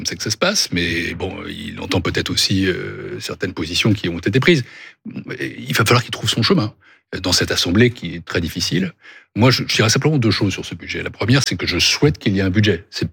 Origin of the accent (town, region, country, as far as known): France